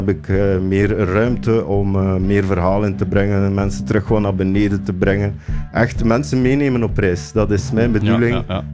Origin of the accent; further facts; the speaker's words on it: West Flanders, Belgium; sorry, ik ben zelf ook een West-Vlaming.